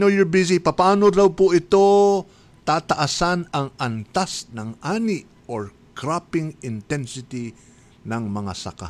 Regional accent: Central Luzon, Philippines; Kasi nga, meron na yung balog-balog multipurpose dam sa Tarlac. Nako, ito'y probinsya ko ito, so malapit din sa aking puso ito.

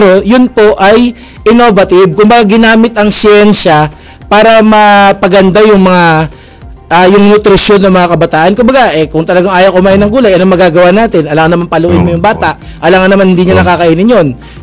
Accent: Western Visayas, Philippines; Saka ilonggo kasi ako.

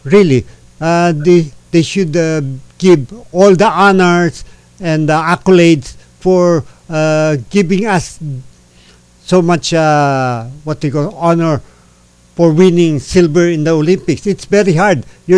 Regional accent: Philippines; I'm a Filipino.

